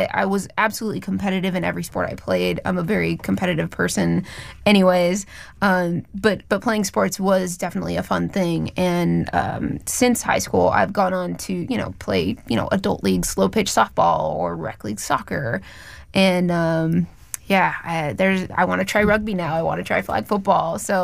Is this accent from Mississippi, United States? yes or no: no; California, United States; going to games growing up, like going to, well, Angels and Dodgers games because I'm from Orange County.